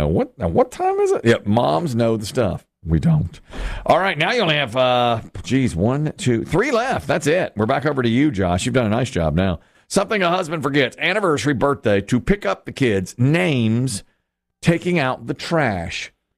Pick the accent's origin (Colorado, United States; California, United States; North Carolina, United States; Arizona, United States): North Carolina, United States; Asheboro; Once we went to see my sister, my father was driving. We're from Ashboro. They, at the time, lived in Rocky Mount.